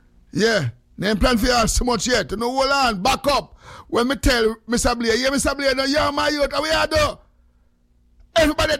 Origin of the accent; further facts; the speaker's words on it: Jamaica; So me say, listen. First, I'm Jamaican. And by the time I say I'm Jamaican, I say around 10 people.